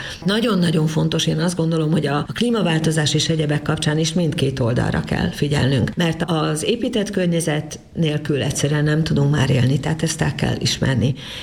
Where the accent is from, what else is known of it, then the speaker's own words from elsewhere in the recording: Debrecen, Hajdú-Bihar, Hungary; moved away as an adult; now in Budapest, Hungary; már a debreceniségemet múlt időbe tudom tenni. Tehát egy nagyon fontos része az életemnek, de én már nem vagyok debreceni, hanem Debrecenben születtem.